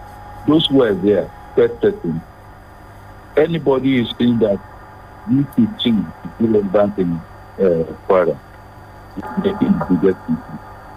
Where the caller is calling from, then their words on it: Namibia; I'm calling from Namibia.